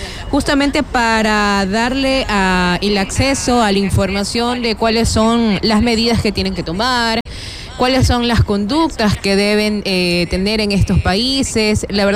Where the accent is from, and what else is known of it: Ecuador